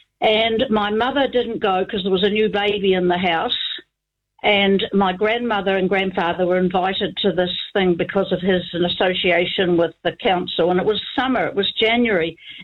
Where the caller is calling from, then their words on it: Crookston, Otago, New Zealand; I come from Crookston in West Otago.